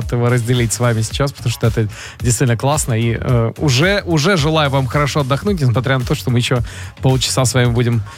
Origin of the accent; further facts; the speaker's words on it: Colombia; Russian is a second language; now in Moscow, Russia; я там, из Колумбии